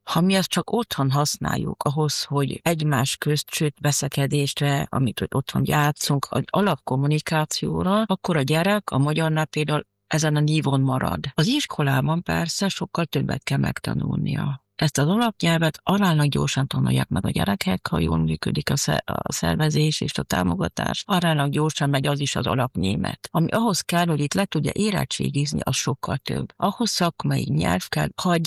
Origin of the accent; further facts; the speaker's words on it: Graz, Styria, Austria; Én itt nőttem fel Grazban, itt jártam iskolában, és akkor nem volt még ilyen első nyelvi oktatás Grazban.